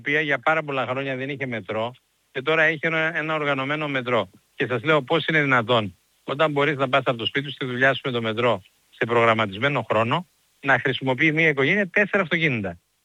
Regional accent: Greece

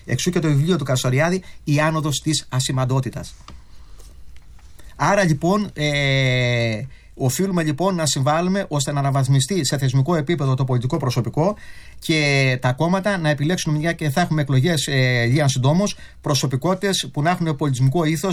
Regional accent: Greece; εγώ σαν Έλληνας πολίτης

